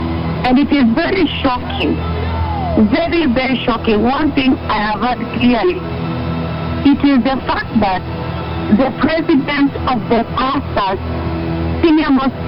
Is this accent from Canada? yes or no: no; Kenya; And for me, as … as a Kenyan, I repent so much.